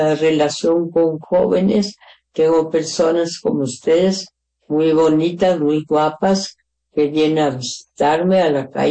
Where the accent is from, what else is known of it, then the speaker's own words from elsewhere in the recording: Mexico; now in Mexico City, Mexico; lo que sucede en mi país